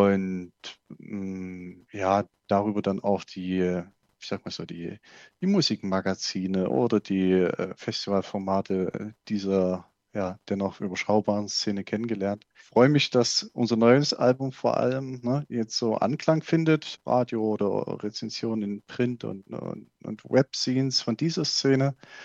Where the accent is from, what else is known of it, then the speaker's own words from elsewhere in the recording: Reichenbach im Vogtland, Saxony, Germany; unweit von meiner Heimat, nämlich der Berg Reichenbach im Vogtland.